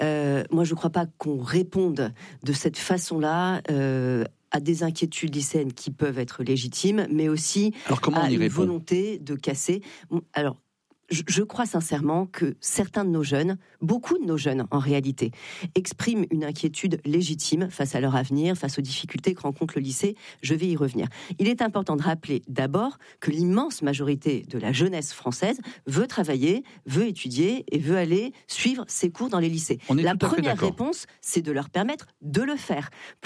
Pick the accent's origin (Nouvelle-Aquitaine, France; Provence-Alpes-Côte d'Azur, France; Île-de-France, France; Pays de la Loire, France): Pays de la Loire, France; Nantes; Je suis nantaise